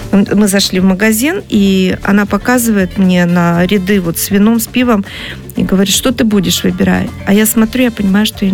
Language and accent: Russian; Buryatia, Russia; Я прошла через шаманизм. Я вообще из Республики Бурятия. Там шаманизм, буддизм, это все процветает